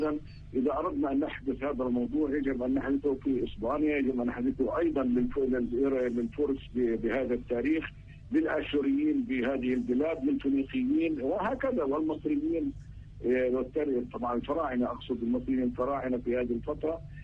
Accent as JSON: {"language": "Arabic", "country": "Palestine", "said": "نحن الآن كفلسطينيين أو كعرب"}